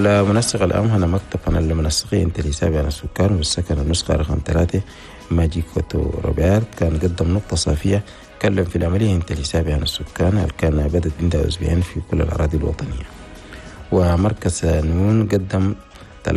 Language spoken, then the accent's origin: Arabic; Chad; بلدنا تشاد